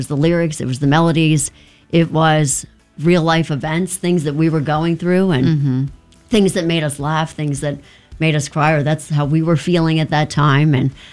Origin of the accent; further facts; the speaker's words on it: Maryland, United States; I'm from a really small town in Maryland, right outside of Frederick.